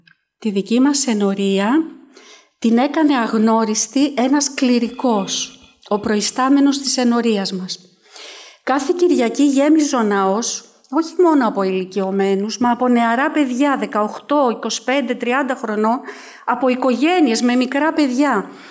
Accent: Athens, Attica, Greece; Γεννήθηκα και μεγάλωσα στην Αθήνα.

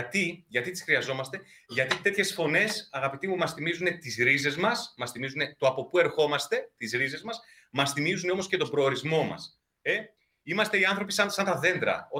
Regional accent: Greece; σαν Έλληνες εδώ πέρα, σαν Ρωμιοί

